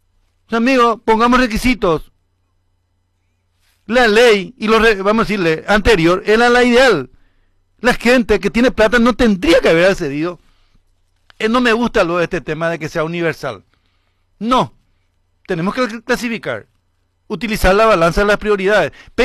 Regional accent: Paraguay; somos pelotudos los paraguayos.

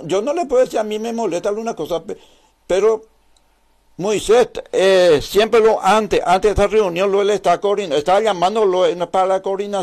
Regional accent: Paraguay; yo como político, como Colorado, como ciudadanos paraguayos

